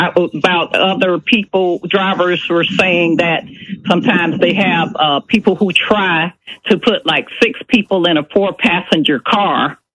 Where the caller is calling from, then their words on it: St. Petersburg, Florida, United States